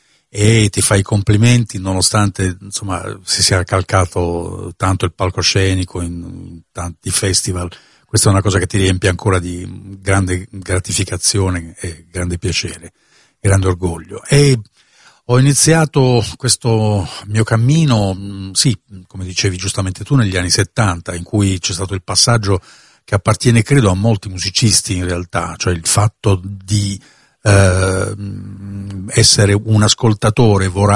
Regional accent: Bari, Apulia, Italy; born there; E poi naturalmente sono un musicista del sud, vengo dalla Puglia, anche se mi considero un apolide e parte della mia famiglia è sparsa un po' in tutto il paese, perché ho parentele nel Veneto così come nell'Abruzzo, così come in Campania

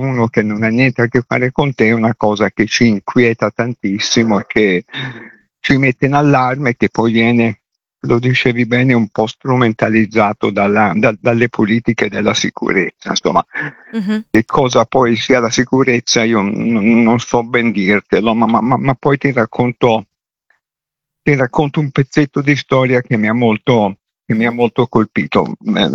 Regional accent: Milan, Lombardy, Italy; E dato che siamo milanesi

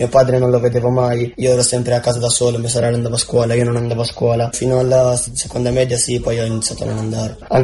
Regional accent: Pavia, Lombardy, Italy; Sono cresciuto a Pavia, tra la strada, poi io ho passato un po' di tempo a Genova, a Rimini, così ho girato un po' dappertutto.

